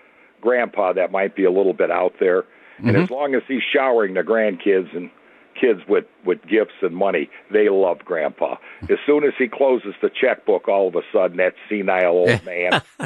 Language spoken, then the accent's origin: English; United States; one of the greatest moments I think I've seen as an American was in Washington at that event